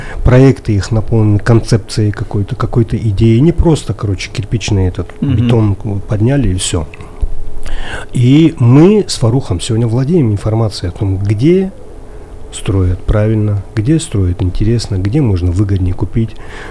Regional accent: Khasavyurt, Dagestan, Russia; moved away; В прошлом жил, бывших хасавюртовцев не бывает.

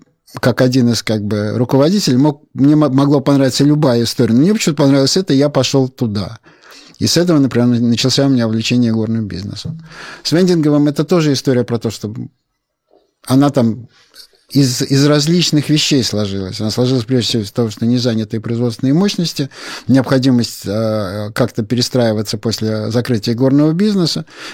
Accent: Saint Petersburg, Russia; я как питерский человек, мне, в принципе, нравится рюмочная.

